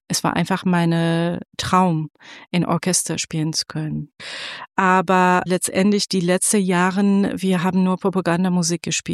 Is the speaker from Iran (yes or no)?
yes; Tehran, Tehran Province, Iran; German is a second language; moved away as an adult; now in Osnabrück, Germany; Genau, ich komme aus dem Iran, aus Teheran und ich bin seit 2013 hier in Deutschland